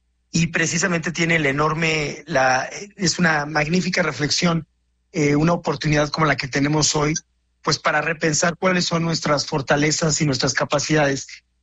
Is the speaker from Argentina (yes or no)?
no; Mexico